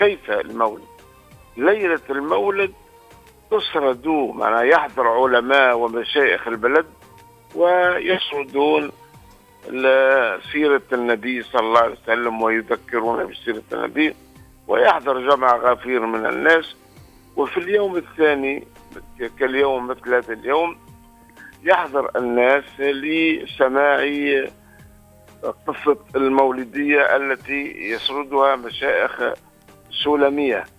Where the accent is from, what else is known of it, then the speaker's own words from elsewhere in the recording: Tunisia; بلادنا تونس